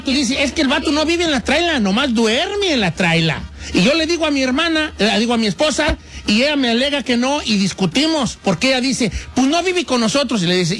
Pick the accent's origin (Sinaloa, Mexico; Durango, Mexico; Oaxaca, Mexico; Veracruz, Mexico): Sinaloa, Mexico; Yo soy chitán sinaloense y que al wasabi le dicen wasabi.